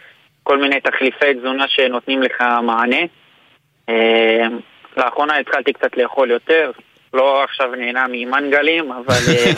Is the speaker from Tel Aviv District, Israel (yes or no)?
no; Jerusalem, Jerusalem District, Israel; אני מירושלים. כל החיים גרתי בירושלים, למדתי בירושלים.